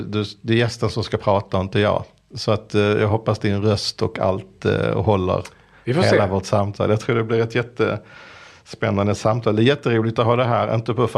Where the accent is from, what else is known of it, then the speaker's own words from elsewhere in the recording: Skåne, Sweden; accent: Scanian; now in Stockholm, Sweden; Den här skånskan finns ändå. Jag säger ju alltid till alla som orkar lyssna att jag tycker att skånska är väldigt fult. Och jag tycker inte om min egen dialekt.